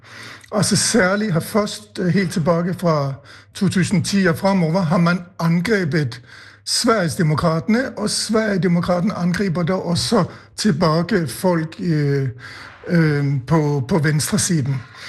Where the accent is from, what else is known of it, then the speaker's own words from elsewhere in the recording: Denmark; Swedish is a second language; now in Sweden; jag kommer ju upprinnelig från Danmark, och där må jag säga att den ton vi har haft, speciellt i invandringsdebatten i Danmark